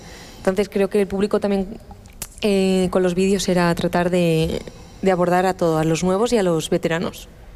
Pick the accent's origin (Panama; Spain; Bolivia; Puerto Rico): Spain; Elche, Valencian Community; yo que soy de Elche, de Valladolid es una ciudad donde la gente te recibe con los brazos abiertos